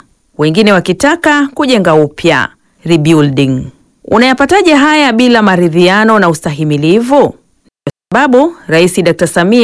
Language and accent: Swahili; Tanzania